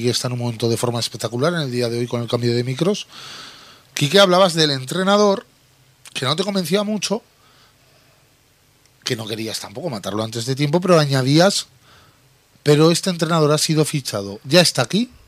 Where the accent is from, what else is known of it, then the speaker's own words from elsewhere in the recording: Spain; No soy menos español por ello.